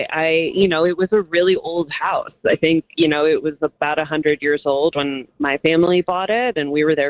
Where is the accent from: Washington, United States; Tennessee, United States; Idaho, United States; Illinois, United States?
Illinois, United States; Chicago; I actually grew up in the exact same house as you did. House Street.